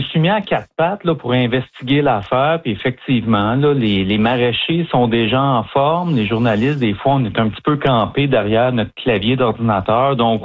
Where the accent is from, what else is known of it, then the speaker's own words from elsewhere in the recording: Saint-Élie-de-Caxton, Quebec, Canada; Moi, je viens de Saint-Élie-de-Caxton.